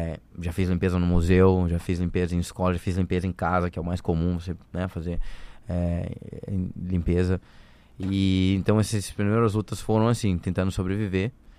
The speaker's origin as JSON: {"language": "Portuguese", "region": "Roraima", "country": "Brazil", "moved": "as an adult", "lives_now": "London, United Kingdom", "said": "como um bom brasileiro, Makuxi"}